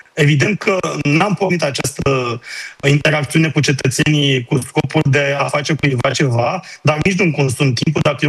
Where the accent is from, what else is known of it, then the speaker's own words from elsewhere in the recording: Romania; Și eu sunt român și eu merg cu trenul